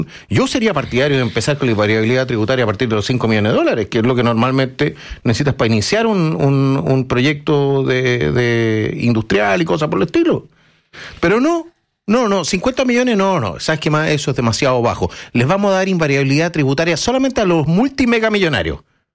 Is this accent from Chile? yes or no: yes; Chile